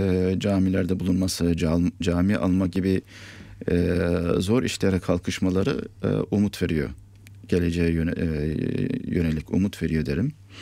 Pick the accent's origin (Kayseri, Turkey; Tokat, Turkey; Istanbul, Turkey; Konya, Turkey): Kayseri, Turkey; Pınarbaşı; moved away; Kayseri, Pınarbaşı.